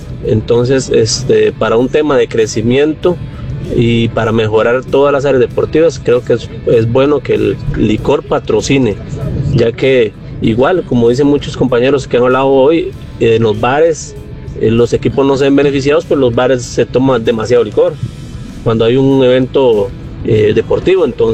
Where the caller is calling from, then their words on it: Costa Rica; Yo como costarricense